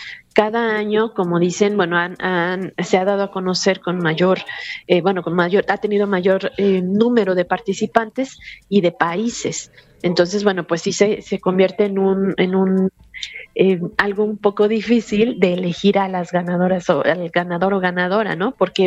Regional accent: Mexico; como mexicana tengo que apoyar a México

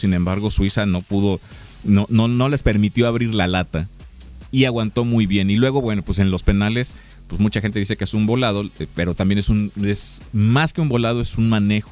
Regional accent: Mexico; A nosotros como mexicanos

